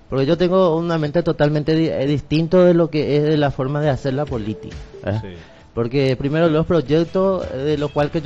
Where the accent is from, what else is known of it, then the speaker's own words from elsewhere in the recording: Concepción, Paraguay; moved away as an adult; now in Pedro Juan Caballero, Paraguay; En la realidad, yo soy de la colonia Ahuillepeajú, distrito de Ullau.